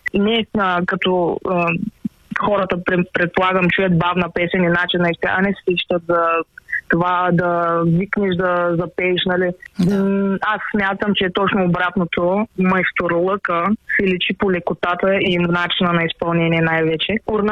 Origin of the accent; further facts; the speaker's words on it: Karnobat, Burgas Province, Bulgaria; Аз съм от Карнобат.